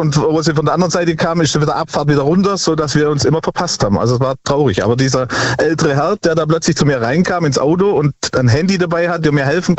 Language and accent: German; Nehren, Baden-Württemberg, Germany; Ich komme aus Näheren bei Tübingen.